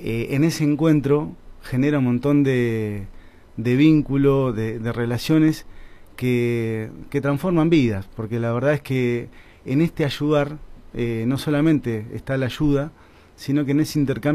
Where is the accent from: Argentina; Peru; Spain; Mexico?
Argentina; Bolívar, Buenos Aires Province; moved away as an adult; now in Azul, Argentina; yo hasta los 17 años viví en Bolívar